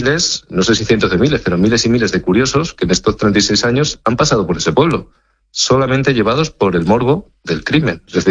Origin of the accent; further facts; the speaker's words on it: Extremadura, Spain